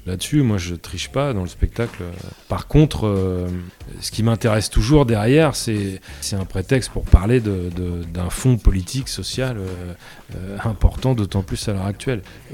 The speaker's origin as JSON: {"language": "French", "town": "Rouen", "region": "Normandy", "country": "France", "tie": "born there", "also_born_or_lived": "Canteleu", "said": "Je suis né, j'étais sur les Hauts-de-Rouen, dans les Verts et Aciers, et après, je suis allé un peu à la campagne après Canteleu, mais en fait, j'ai été dans un collège à Canteleu"}